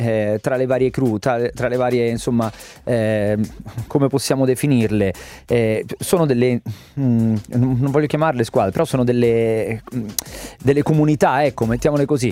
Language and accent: Italian; Rome, Lazio, Italy; now in Milan, Italy; io sono romano, vivo a Milano da tanti anni.